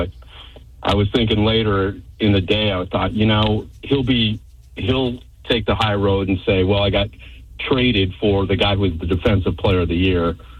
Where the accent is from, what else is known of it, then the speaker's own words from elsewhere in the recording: Denver, Colorado, United States; moved away; I've been out here 27 years. I'm not from here. I'm from Denver.